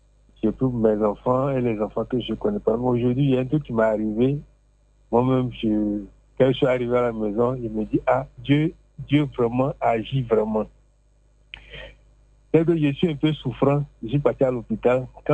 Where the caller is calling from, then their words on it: Abidjan, Côte d’Ivoire; J'appelle d'Aboudoumé, Jérusalem.